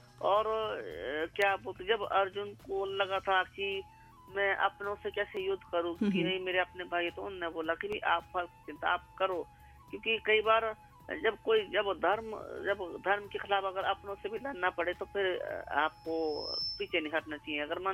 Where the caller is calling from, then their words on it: Kotkhai, Himachal Pradesh, India; बात कर रहा हूँ कोटखाई से।